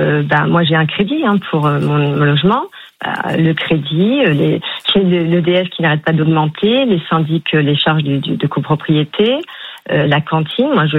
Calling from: Sartrouville, Île-de-France, France; De Sartrouville, dans les Yvelines.

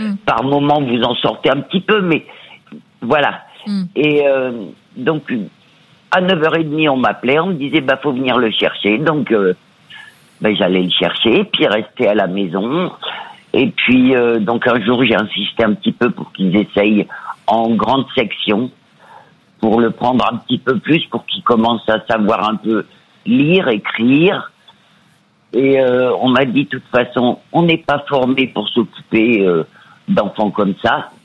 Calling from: Île-de-France, France; De l'Essonne.

